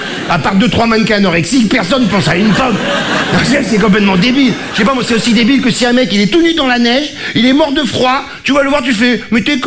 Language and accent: French; Marseille, Provence-Alpes-Côte d'Azur, France; now in Paris, France; quand je suis arrivé à Paris, mec d'Arrive du Sud, j'étais marseillais